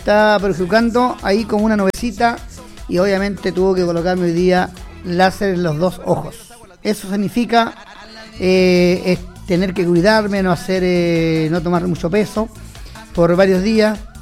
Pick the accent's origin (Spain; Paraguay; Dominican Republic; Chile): Chile; somos chilenos